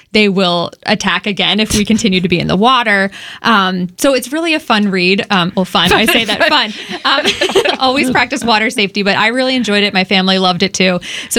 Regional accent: Philadelphia, Pennsylvania, United States; I'm from Philadelphia originally, so we do go to the Jersey Shore often, which is nice.

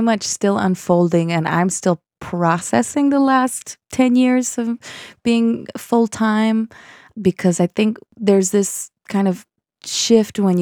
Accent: Boston, Massachusetts, United States; And I think I have this theory that it has to do with my growing up in Boston.

